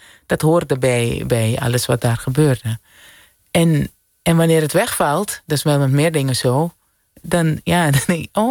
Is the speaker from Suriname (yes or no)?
yes; Suriname; Ja, ik ben opgegroeid in Suriname.